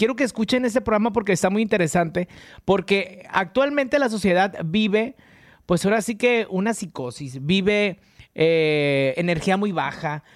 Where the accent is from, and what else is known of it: Sinaloa, Mexico